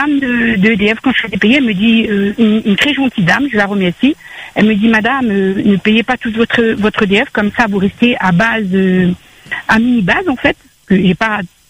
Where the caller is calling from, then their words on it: Réunion; parce que j'habite à Piton-Fougères, alors imaginez le temps ici, en la pluie, le vent très souvent.